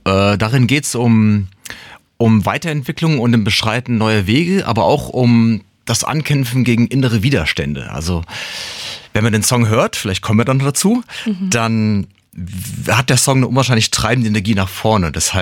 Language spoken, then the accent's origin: German; Frankfurt, Hesse, Germany; now in Mainz, Germany; Ich bin ein Frankfurter Bub im Herzen, bin dort geboren, lange Zeit in dem Bereich aufgewachsen und ja, Jahre später hat es mich dann irgendwie nach Wiesbaden sage ich schon, das ist das andere, die andere Hauptstadt, nach Mainz gezogen.